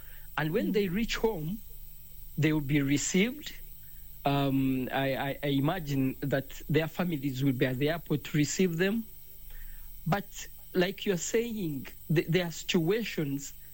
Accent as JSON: {"language": "English", "country": "Uganda", "said": "I'm from Uganda."}